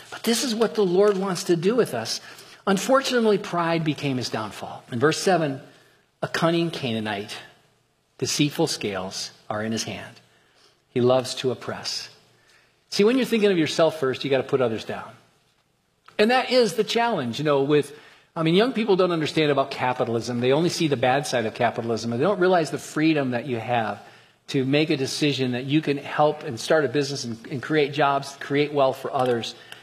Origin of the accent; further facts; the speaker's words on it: New Jersey, United States; I'm from New Jersey and I'm escaping the storm.